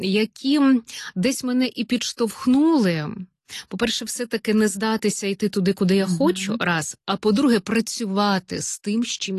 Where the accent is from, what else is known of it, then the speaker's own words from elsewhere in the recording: Kirovohrad Oblast, Ukraine; born there; moved away as an adult; also born or lived in Horishni Plavni (Komsomolsk), Poltava Oblast; now in Kyiv, Ukraine; У мене, я кажу, дві малі батьківщини, це батьківщина, це Полтавщина, де я народилась, і Кіровоградщина, де я виросла у бабусі.